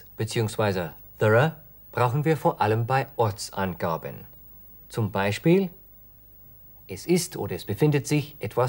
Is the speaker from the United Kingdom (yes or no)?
yes; England, United Kingdom; I speak English. Naja, Kunststück. Ich bin ja Engländer.